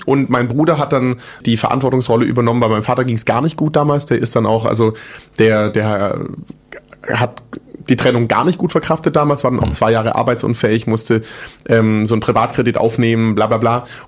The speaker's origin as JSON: {"language": "German", "town": "Großbottwar", "region": "Baden-Württemberg", "country": "Germany", "tie": "born or raised there", "also_born_or_lived": "Stuttgart / Frankfurt", "said": "Ich bin wirklich mit allem drum und dran, glaube ich, der Vorzeigeschwabe. Genau. Ich bin in Stuttgart geboren, dann in so einem Kaff aufgewachsen, das heißt Großbottwar."}